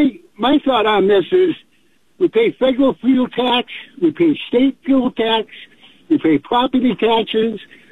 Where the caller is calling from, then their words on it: Medford, Oregon, United States; we have kind of the same issue here in Medford.